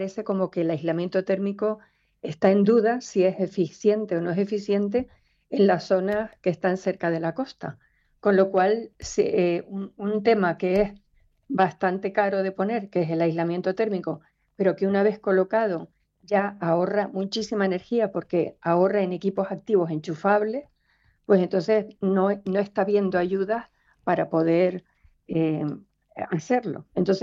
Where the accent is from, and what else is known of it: Tenerife, Canary Islands, Spain